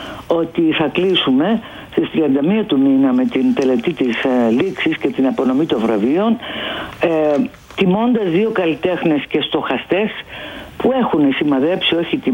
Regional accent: Kefalonia, Ionian Islands, Greece; Το λέω ωραίο γιατί είμαι από την Κεφαλονιά και μας στείλανε κρασί από εκεί.

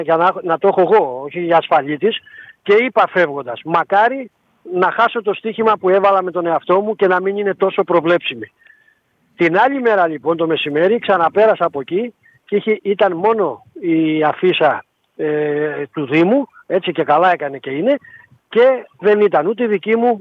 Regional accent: Patras, Western Greece, Greece; born there; Εμένα η Πάτρα θα είναι η πόλη μου

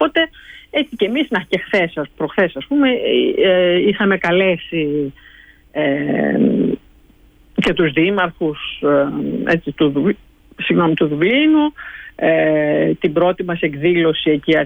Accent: Greece; now in Dublin, Ireland; σαν Έλληνες

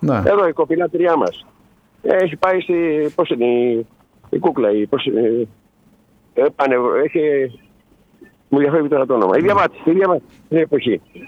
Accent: Ionian Islands, Greece; εγώ κατάγομαι από την Νότια Κέρκυρα εκεί, στο Ακτή Μεσογείς για παράδειγμα

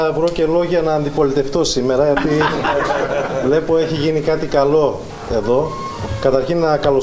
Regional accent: Iasmos, Eastern Macedonia and Thrace, Greece; born there; Και σήμερα επισκέπτεσαι στον Ιάσμο τη γενέτειρά μου. Κατάγομαι από τον Ιάσμο, ζω, μένω εδώ.

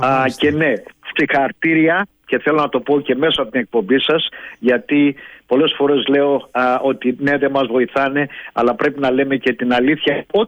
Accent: Greece; now in New Zealand; Εμείς σαν Έλληνες

